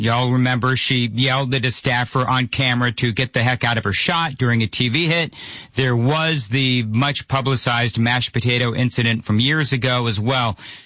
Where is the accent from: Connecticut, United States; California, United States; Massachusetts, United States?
California, United States; California, you know, as I mentioned in the open, I was born and raised in California.